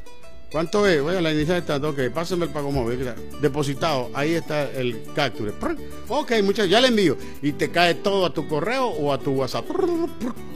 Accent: Venezuela; Esa es mi tierra, esa es tu tierra. Gracias, Venezuela, te pertenecemos.

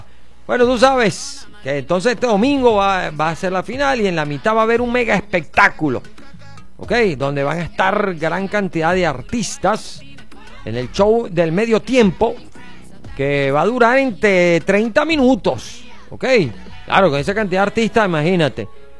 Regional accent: Argentina; Yo soy argentino, lo mejor del mundo.

